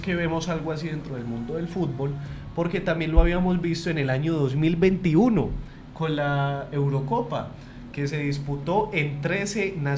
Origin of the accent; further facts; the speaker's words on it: Colombia; eso es una costumbre asiática muy bonita que debemos de aprender nosotros como colombianos.